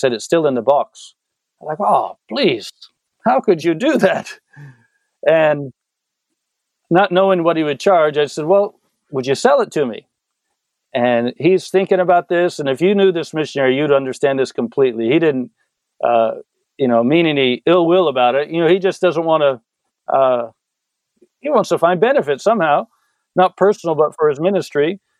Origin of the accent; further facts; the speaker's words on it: San Diego, California, United States; moved away; I'm from San Diego, from a big city.